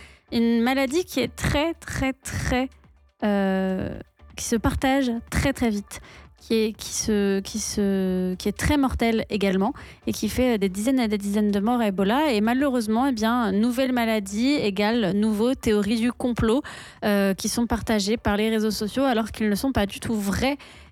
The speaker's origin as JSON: {"language": "French", "country": "France", "said": "parce que bon, vous l'entendez à mon accent, je suis française, mais j'ai un petit intérêt quand même pour la Norvège."}